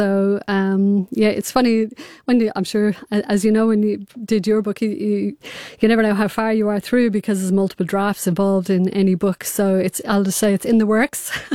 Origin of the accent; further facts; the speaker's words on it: Ireland; growing up in Southern Ireland